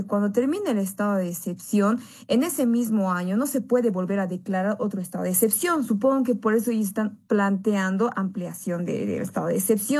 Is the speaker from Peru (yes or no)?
no; Bolivia; nosotros tenemos la libertad de poder expresar nuestra opinión públicamente de lo que estamos viviendo como bolivianos, ¿no?